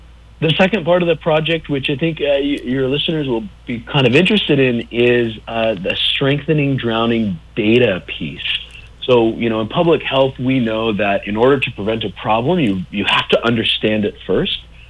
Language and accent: English; California, United States; now in Sydney, Australia; I am not Australian. I'm actually from California, but I do live in Sydney